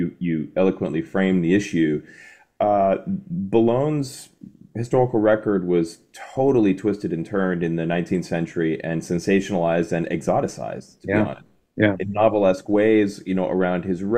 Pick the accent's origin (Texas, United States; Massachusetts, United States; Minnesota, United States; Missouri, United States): Massachusetts, United States; Boston; I'm from Boston.